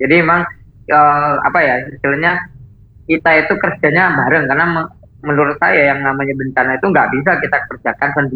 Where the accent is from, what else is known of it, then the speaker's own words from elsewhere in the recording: Bali, Indonesia; Bahkan dulu juga pernah ya di Bali desa kami itu ambrol gitu ya.